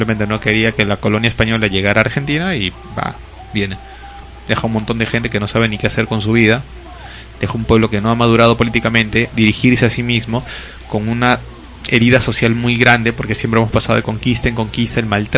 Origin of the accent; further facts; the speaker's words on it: Peru; yo me siento peruano porque hay tal cosa, ¿no? Porque estoy acá.